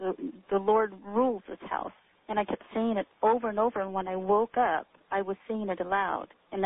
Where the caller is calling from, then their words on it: Oregon, United States; Hi, I'm calling from Oregon.